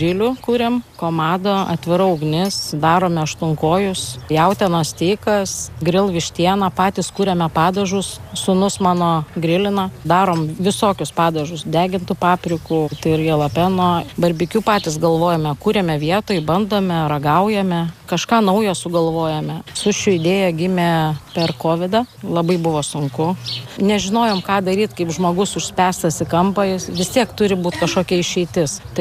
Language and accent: Lithuanian; Kaunas, Kaunas County, Lithuania; now in Josvainiai, Lithuania